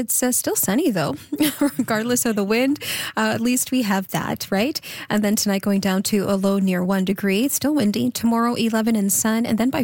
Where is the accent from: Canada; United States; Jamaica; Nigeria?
Canada; Red Deer, Alberta; But Red Deer is my hometown.